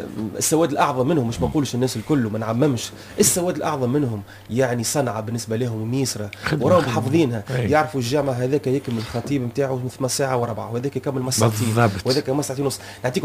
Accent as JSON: {"language": "Arabic", "country": "Tunisia", "said": "احنا عندنا زوز روايات في تونس مشهورين"}